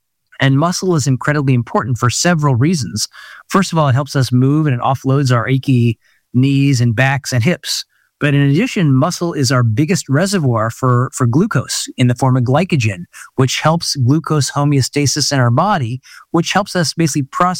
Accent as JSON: {"language": "English", "town": "Kansas City", "country": "United States", "tie": "born or raised there", "moved": "yes", "lives_now": "New York City, United States", "said": "my hometown of Kansas City."}